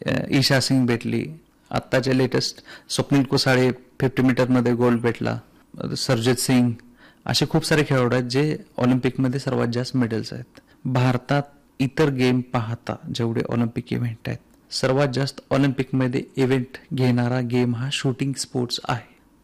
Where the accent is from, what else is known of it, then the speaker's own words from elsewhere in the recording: Dharashiv district, Maharashtra, India; मी या जिल्ह्यातला आहे